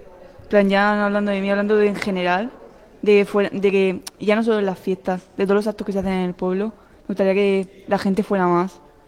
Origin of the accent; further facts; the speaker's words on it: San Miguel de Salinas, Valencian Community, Spain; me encantan las fiestas de mi pueblo